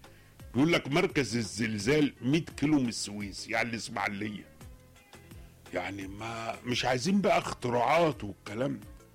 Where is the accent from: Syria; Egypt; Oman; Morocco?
Egypt